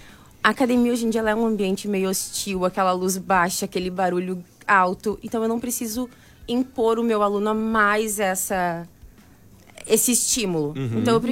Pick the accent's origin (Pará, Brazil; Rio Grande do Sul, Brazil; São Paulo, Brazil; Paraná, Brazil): Rio Grande do Sul, Brazil; Porto Alegre; que eu sou de Porto Alegre.